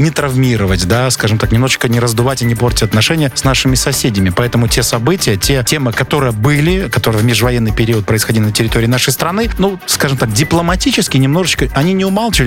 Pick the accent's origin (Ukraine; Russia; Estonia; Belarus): Belarus; мы зовемся белорусами, мы зовемся людьми.